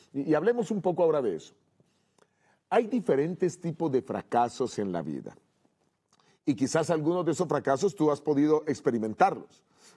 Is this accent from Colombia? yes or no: yes; Bogotá, Colombia; Hasta que tuvimos una competencia con la liga de la ciudad donde yo estudiaba, en mi país, en la ciudad de Bogotá, en Colombia.